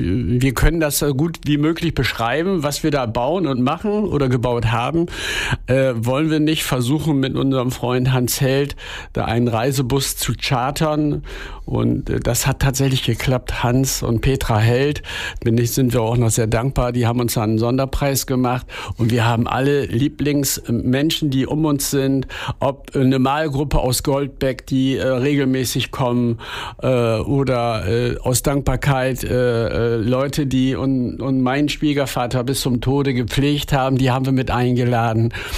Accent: Bremerhaven, Bremen, Germany; born there; dass ich allen 45 Mitreisenden meine Geburtsstadt Bremerhaven noch mal näher bringen konnte.

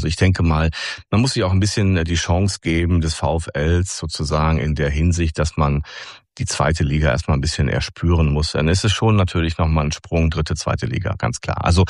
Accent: North Rhine-Westphalia, Germany

